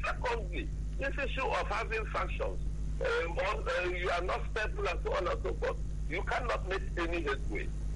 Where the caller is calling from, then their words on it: Owerri, Imo, Nigeria; I'm calling from Owerri in Imo State.